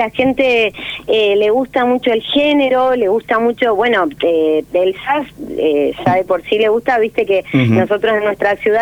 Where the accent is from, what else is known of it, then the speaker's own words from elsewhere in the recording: Santa Fe, Argentina; now in Santo Tomé, Argentina; No, soy santafesina, pero fui mutando de lugar. hace ya más o menos 10 años que estoy en Santo Tomé